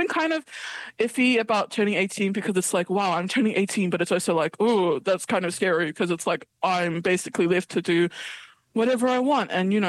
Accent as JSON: {"language": "English", "town": "South Auckland", "region": "Auckland", "country": "New Zealand", "tie": "born or raised there", "said": "So as I've already said, I'm from South Auckland, which is very deep and rich in culture."}